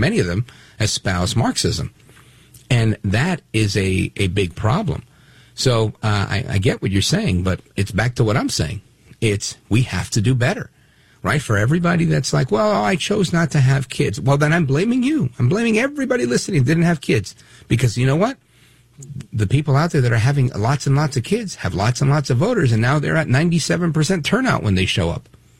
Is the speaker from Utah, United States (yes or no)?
no; Brooklyn, New York, United States; I grew up in Brooklyn, New York, with a lot of Jewish people, but there were also a lot of Muslims